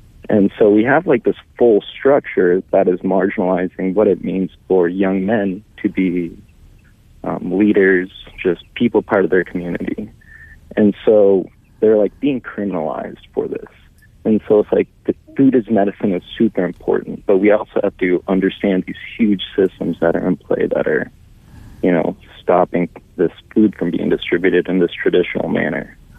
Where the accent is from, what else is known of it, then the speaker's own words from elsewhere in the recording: Hooper Bay, Alaska, United States; now in Fairbanks, United States; from like a Native tribal sovereignty perspective, I am originally from Hooker Bay, in the Buckeye community.